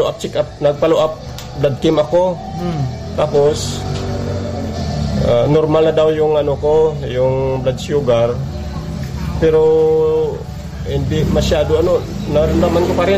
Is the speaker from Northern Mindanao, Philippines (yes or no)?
no; Western Visayas, Philippines; Abiera, Sebastian Antique.